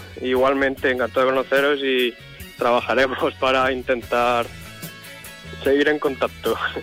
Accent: Garrucha, Andalusia, Spain; now in Valencia, Spain; Yo soy de Garrucha.

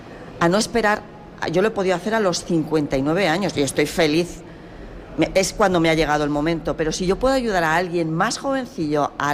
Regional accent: Castilla-La Mancha, Spain; born there; la provincia de Cuenca, que es donde yo nací

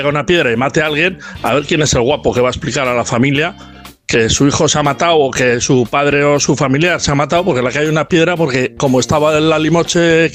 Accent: San Sebastián, Basque Country, Spain

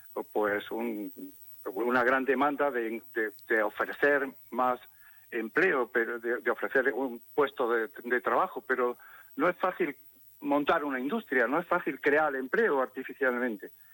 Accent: Motril, Andalusia, Spain; Yo soy de Motril y vivo y veraneo aquí en la zona de la costa

